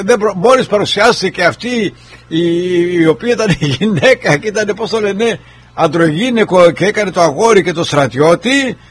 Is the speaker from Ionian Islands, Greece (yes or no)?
yes; Argostoli, Ionian Islands, Greece; moved away; Μου θύμισε τα παιδικά μου χρόνια στο Αργοστόλι που κι εγώ ήμουν αλιτάγκουρας, αλιτάκι, όπως λένε